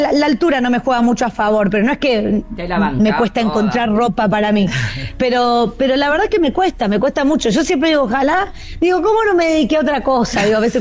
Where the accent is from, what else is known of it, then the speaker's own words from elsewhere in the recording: Santa Fe, Argentina; somos santafesinos